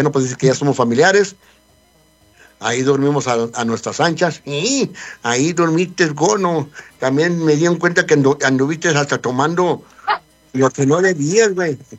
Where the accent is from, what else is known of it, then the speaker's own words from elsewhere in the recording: Mexico; now in United States; ahorita somos mexicanos